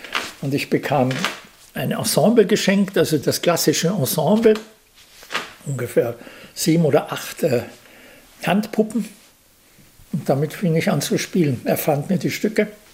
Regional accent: Vienna, Austria; moved away as an adult; now in Berlin, Germany; dass ich Wiener bin. Ich bin ja auch in Wien geboren, ja. Also ich fühle mich tatsächlich immer noch als Wiener, nicht? Und das ist meine Heimat.

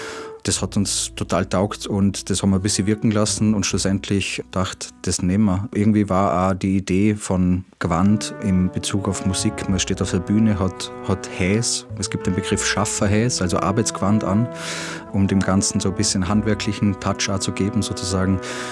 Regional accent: Vorarlberg, Austria; Nachdem Martin und ich beide gebürtige Vorarlberger sind

